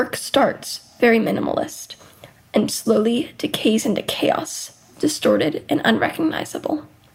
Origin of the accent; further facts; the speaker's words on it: Los Angeles, California, United States; my hometown of Los Angeles